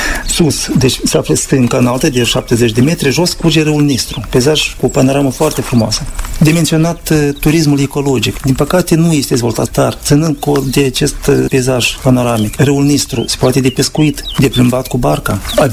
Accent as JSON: {"language": "Romanian", "town": "Șerpeni", "region": "Anenii Noi District", "country": "Moldova", "tie": "born or raised there"}